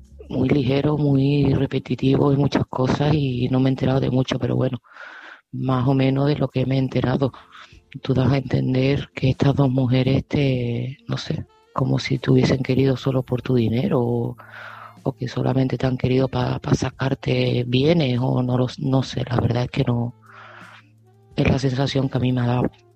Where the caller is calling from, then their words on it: Seville, Andalusia, Spain; de Sevilla y este mensaje va para Luis.